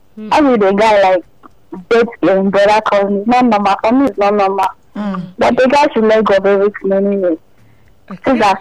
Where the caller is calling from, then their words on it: Uganda; I'm calling from Uganda.